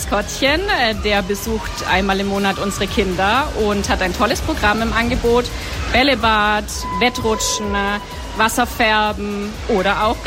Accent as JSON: {"language": "German", "town": "Munich", "region": "Bavaria", "country": "Germany", "moved": "as an adult", "said": "Ich komme aus München."}